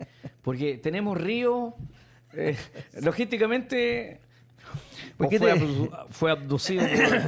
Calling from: Peñaflor, Santiago Metropolitan Region, Chile; Yo vivo en Peñaflor.

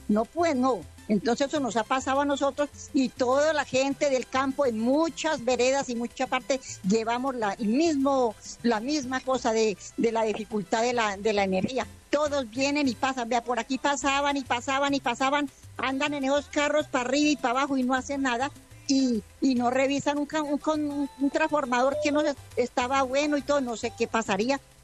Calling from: Buenavista, Quindío, Colombia; De aquí, de Buenavista

